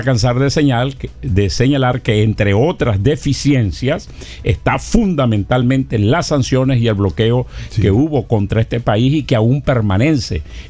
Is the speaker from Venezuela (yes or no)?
yes; Venezuela; como acostumbramos a inclusive los venezolanos a sufrir